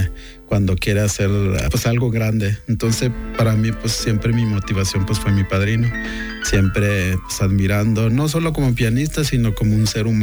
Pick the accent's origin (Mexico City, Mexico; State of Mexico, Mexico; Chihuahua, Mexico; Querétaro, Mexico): Chihuahua, Mexico; Retosachi; Soy de Retosachi, en Batopilas, 12 horas más o menos desde la capital, aquí en Chihuahua. Estuve ahí en la comunidad con mis papás hasta los 12 años, pues era cuando yo apenas terminaba lo que es la primaria